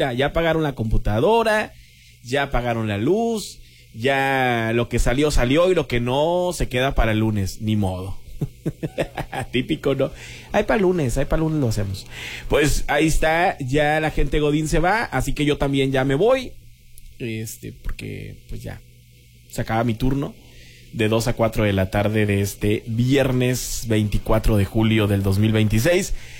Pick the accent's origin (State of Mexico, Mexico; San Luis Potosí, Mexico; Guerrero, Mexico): Guerrero, Mexico; Voy a ir por una sandía a Guerrero, a mi tierra natal.